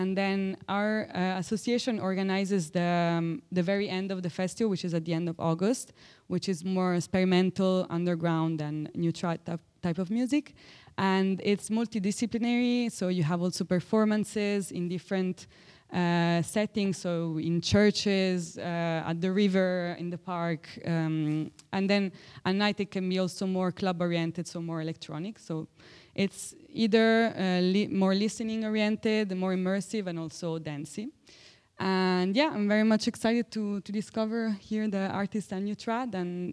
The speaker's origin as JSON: {"language": "English", "country": "Italy", "second_language": "English", "lives_now": "Turin, Italy", "said": "I'm from Italy. I live in Turin"}